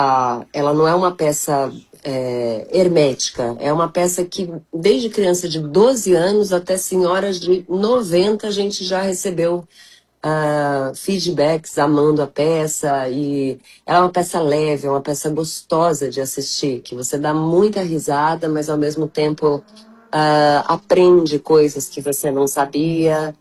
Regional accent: São Paulo, Brazil; eu sinto que o Nordeste trata a língua, falando como paulista, né?

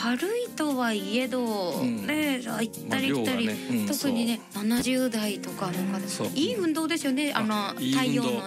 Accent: Kushiro, Hokkaido, Japan; moved away; 私の地元釧路では桜の時期まだ寒いので

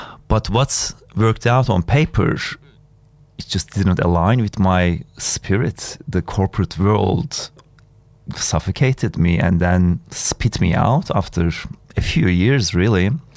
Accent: Istanbul, Turkey; moved away as an adult; now in Australia; Look, I grew up in Istanbul at a, you know, just middle-class family, I think, and studied engineering and then came to Australia and did a master's degree in business.

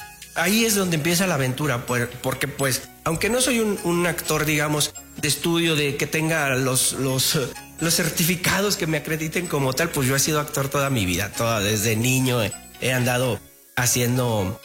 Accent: San Luis Potosí, Mexico; hay varios actores potosinos, somos unos peregrinos, los cuales todo ese cast somos potosinos

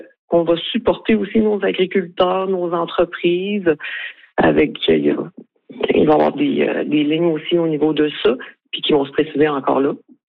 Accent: Quebec, Canada; en tant que Québécois

